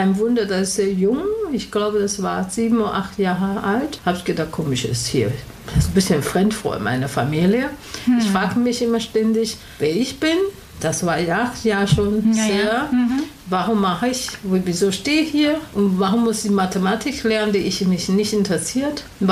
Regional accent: China; first language Chinese; German is a second language; Chinesisch ist meine Muttersprache und geht dazu noch 2-3 Dialekten aus China, Gegner. Und ich kannte das schon Kantonesisch verstehen sogar.

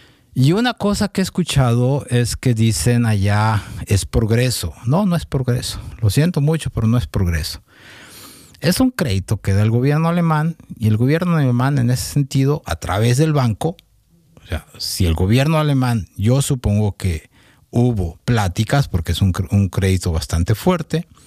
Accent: Mexico; Y como mexicano también habrá que preguntarse

